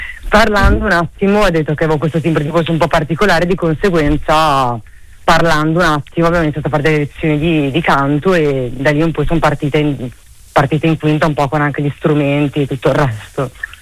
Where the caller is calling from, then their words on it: Bologna, Emilia-Romagna, Italy; Sono da Bologna, vi chiamo da Bologna io.